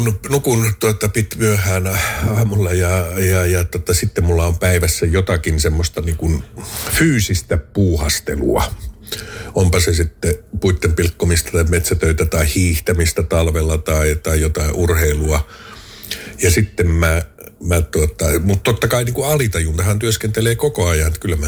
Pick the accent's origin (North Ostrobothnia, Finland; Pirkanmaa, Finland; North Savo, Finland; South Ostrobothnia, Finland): North Savo, Finland; Outokumpu; Olen maalta kotoisin ja vaatimaton koti.